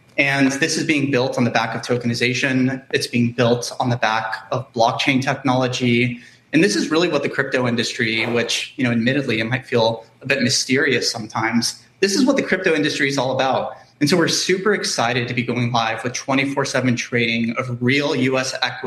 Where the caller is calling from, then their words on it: Tokyo, Japan; Maybe I should say good evening, given I'm calling in from Tokyo.